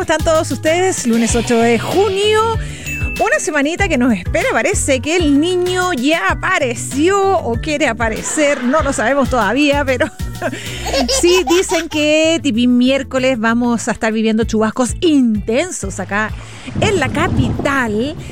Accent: Chile; son números y tasas que nosotros tenemos que manejar como chilenos

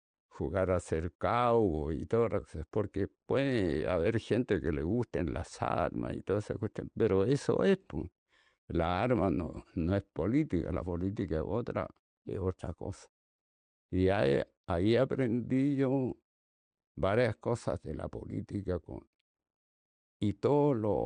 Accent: Chile; en Chile yo me doy cuenta que siempre estamos experimentando

